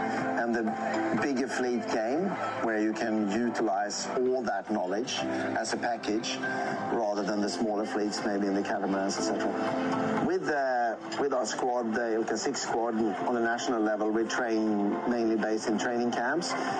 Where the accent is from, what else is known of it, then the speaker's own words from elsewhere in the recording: Sweden; moved away as an adult; also born or lived in Western Australia; now in Sydney, Australia; I'm from Sweden originally, and I've lived in WA since 2013